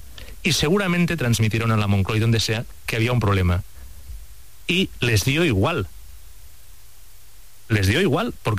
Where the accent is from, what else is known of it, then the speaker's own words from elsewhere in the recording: Spain; seguramente también porque los españoles mayoritariamente los problemas de crisis migratoria, tanto en Ceuta como en Canarias durante muchos meses, no han sido una prioridad para nosotros